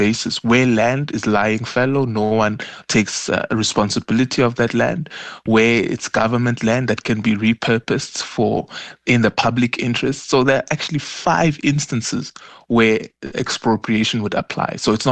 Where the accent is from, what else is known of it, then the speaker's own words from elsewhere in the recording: South Africa; investigation will really be done expeditiously and really yield the necessary results we require as South African people.